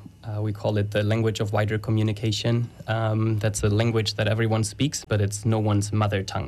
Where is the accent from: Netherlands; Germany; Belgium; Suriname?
Germany; Dutch is a second language; ik kom uit Duitsland. En mijn Nederlands is niet heel goed. That's why I prefer to speak English or German.